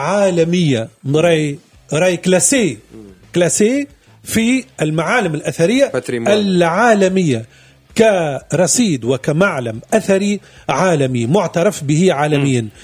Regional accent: Kairouan, Kairouan Governorate, Tunisia; أنا نتفكر وأنا صغير في القيروان

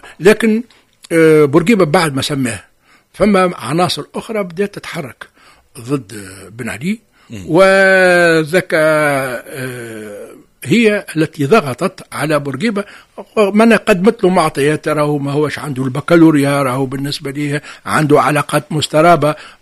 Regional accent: Tunisia; بالنسبة لنا احنا قراب من ليبيا وقراب من الجزائر

